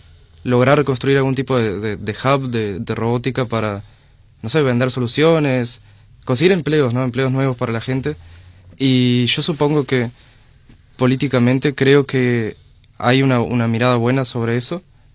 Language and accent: Spanish; Uruguay; Yo soy del Cerro Marco.